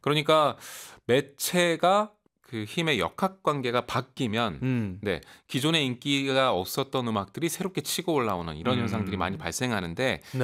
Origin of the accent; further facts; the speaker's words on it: Seoul, South Korea; 고향이 서울